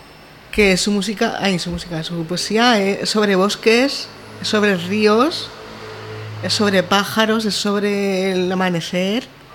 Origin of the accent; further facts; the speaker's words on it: Molina de Segura, Region of Murcia, Spain; mi pueblo, Molina de Segura, que es de donde soy